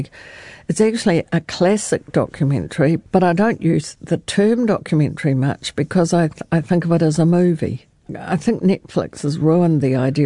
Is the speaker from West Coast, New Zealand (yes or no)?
yes; Greymouth, West Coast, New Zealand; But, I mean, the thing is, I grew up in Greymouth in the 50s, and I was a precocious kid.